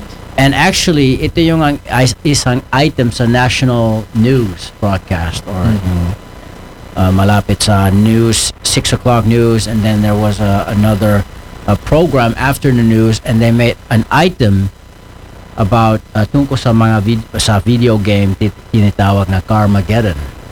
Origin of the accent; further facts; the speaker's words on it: Netherlands; moved away; In the 90s, when I was growing up sa Netherlands